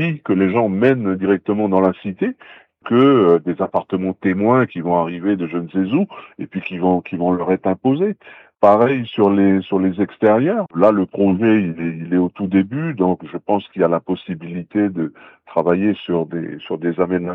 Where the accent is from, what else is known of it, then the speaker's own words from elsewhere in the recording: New Caledonia; on est originaire nous du quartier de River Star